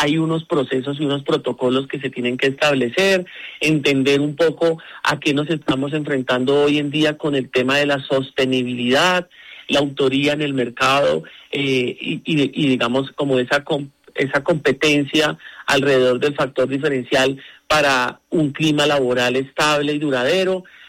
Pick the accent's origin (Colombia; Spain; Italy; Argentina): Colombia